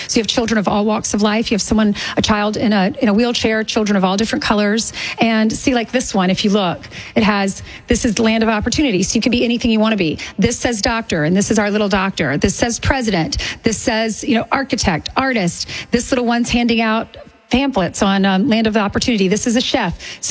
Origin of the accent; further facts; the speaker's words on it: South Carolina, United States; I grew up in South Carolina, and we would go to the battle at Cowpens.